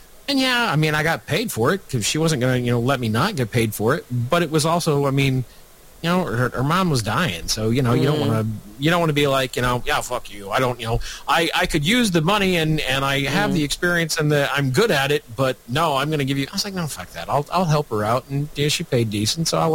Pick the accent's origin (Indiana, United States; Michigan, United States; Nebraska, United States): Nebraska, United States; I said, Michael, I'm from Nebraska. We have a one house legislature.